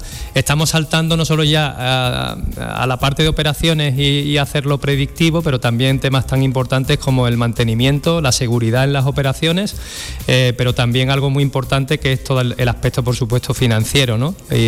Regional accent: Algeciras, Andalusia, Spain; volver a mi casa, ¿no? Volver a mi tierra, a mi puerto

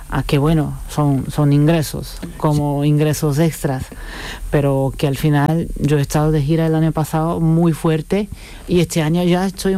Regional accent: Chipiona, Andalusia, Spain; also born or lived in Brazil; Pues de Chipiona.

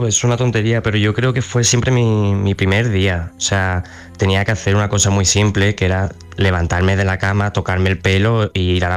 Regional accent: Andalusia, Spain; accent: Andalusian; Yo estoy ahí por detrás, hago de extra, con mi acento andaluz y listo, pelota.

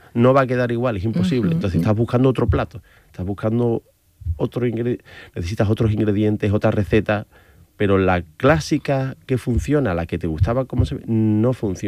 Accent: Seville, Andalusia, Spain; also born or lived in Madrid; Yo, sí, nací en Madrid, pero bueno, lo utilizo cuando interesa. Me interesa. Vale. Pero el acento me delata, en fin, donde sí, vivo, bueno, soy sevillano.

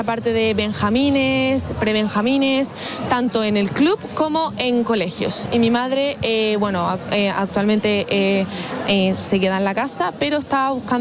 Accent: Chile; now in Almería, Spain; Y aparte también era de los países que nos ofrecía una visa mejor para nosotros, como para mi familia y como chilenos. Entonces decidimos venir aquí a España, principalmente a Almería, por casualidad.

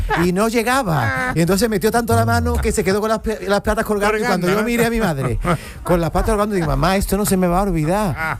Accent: Gelves, Andalusia, Spain; born there; Y el otro día voy yo a ese pueblo, que es Gelves, donde yo nací, y me encuentro a las amigas que fueron de mi madre

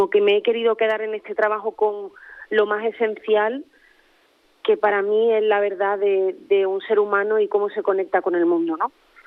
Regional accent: Córdoba, Andalusia, Spain; moved away as an adult; now in Province of Cádiz, Spain; yo llevo aquí viviendo en la provincia de Cádiz 6 años y, como bien dices, yo soy cordobesa.

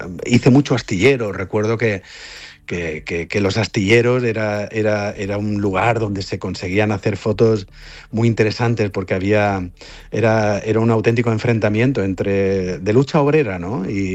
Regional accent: Spain; porque somos periodistas o porque somos españoles es una cuestión muy a tener en cuenta

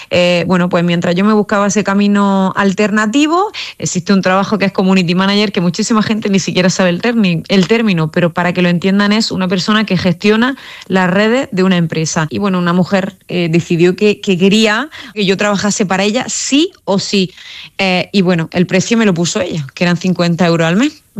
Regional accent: Roquetas de Mar, Andalusia, Spain; más de 500 personas en mi pueblo, en Roquetas de Mar

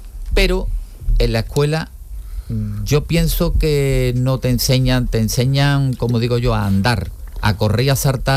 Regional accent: Cádiz, Andalusia, Spain; toda la familia somos gaditanos.

